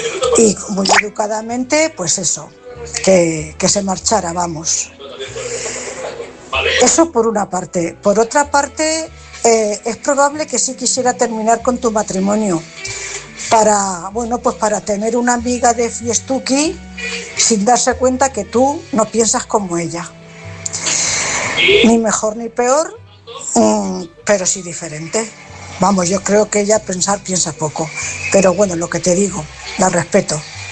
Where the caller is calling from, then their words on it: Cuenca, Castilla-La Mancha, Spain; Buenas noches … corresponsal de Cuenca.